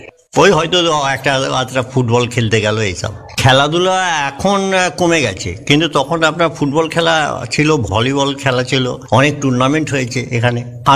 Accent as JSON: {"language": "Bangla", "region": "West Bengal", "country": "India"}